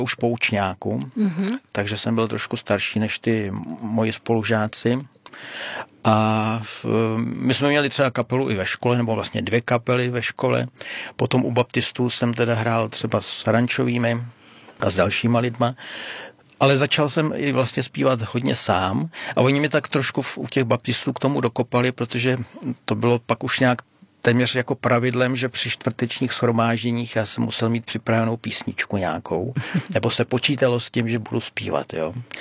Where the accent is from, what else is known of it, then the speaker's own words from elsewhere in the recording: Trhový Štěpánov, Central Bohemian Region, Czechia; Pocházím z Trhovýho Štěpánova, tam je církev bratrská, nebo byla v té době.